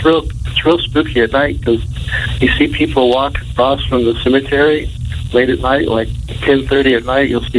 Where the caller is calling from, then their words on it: Harbor City, United States; I'm from Harbor City, here in Harbor City.